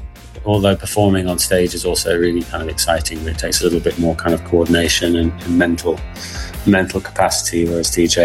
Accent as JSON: {"language": "English", "region": "England", "country": "United Kingdom", "said": "Yeah, I think as an Englishman, I'm supposed to say tea"}